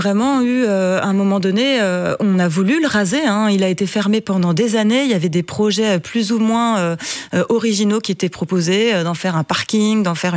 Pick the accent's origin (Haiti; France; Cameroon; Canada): France; accent: French; moved away as an adult; now in Brussels, Belgium; mon accent français.